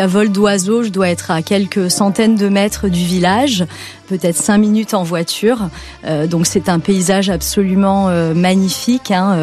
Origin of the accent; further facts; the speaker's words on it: Les Baux-de-Provence, Provence-Alpes-Côte d'Azur, France; Donc, j'ai grandi au Baux de Provence. Mes parents y sont encore installés.